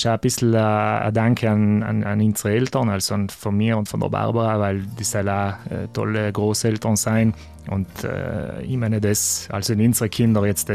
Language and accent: German; Bolzano, Trentino-Alto Adige, Italy; Also wir haben einen Nachbar gehabt in Bozen, wo ich aufgewachsen bin.